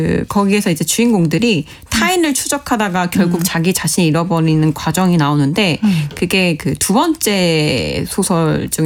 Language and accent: Korean; South Korea; 저는 이제 한국인이니까